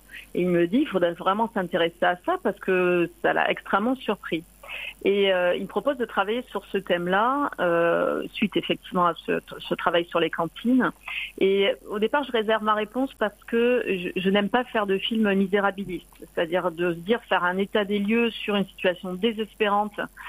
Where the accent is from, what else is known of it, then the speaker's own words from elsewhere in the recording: Marseille, Provence-Alpes-Côte d'Azur, France; je suis marseillaise. Je vis à Marseille.